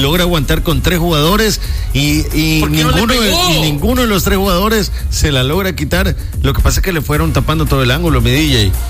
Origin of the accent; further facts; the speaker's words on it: Monterrey, Nuevo León, Mexico; En mi ciudad natal.